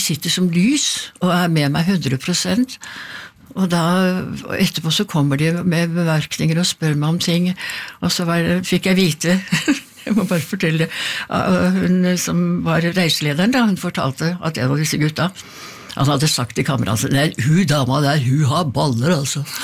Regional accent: Oslo, Norway; Jeg har vokst opp på Beste Vestkant, som ja. Det heter.

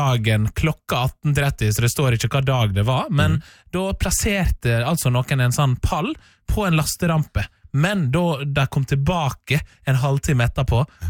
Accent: Western Norway, Norway; moved away; Bare akkurat der jeg er fra.

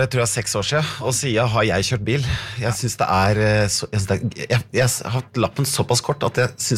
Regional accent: Western Norway, Norway; jeg er fra Vestlandet

